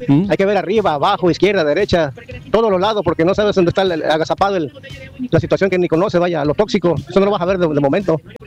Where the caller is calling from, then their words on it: Cardel, Veracruz, Mexico; desde Cardel